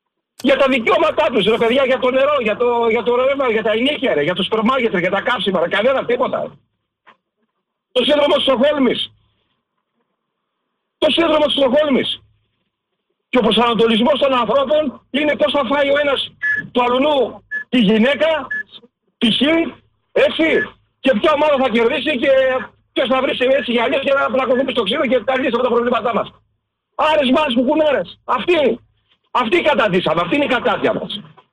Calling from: Ilio, Attica, Greece; είμαι από Ήλιο.

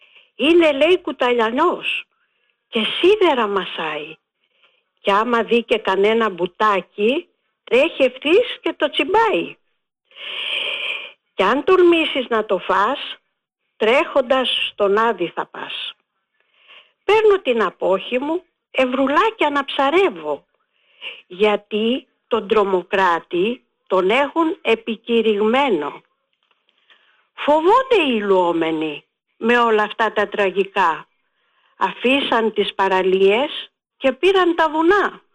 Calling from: Porto Rafti, Attica, Greece; από το Πορτοράφτη.

